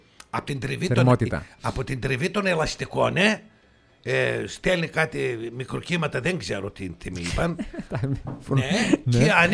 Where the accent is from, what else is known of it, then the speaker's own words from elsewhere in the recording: Greece; Καταλάβαινε που είμαι Έλληνας μου και με προστάτευε.